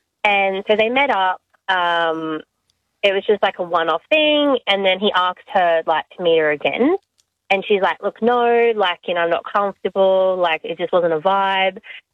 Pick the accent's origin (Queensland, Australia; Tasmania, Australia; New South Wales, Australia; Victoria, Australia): Victoria, Australia; Frankston; So, I'm originally from Frankston in Victoria.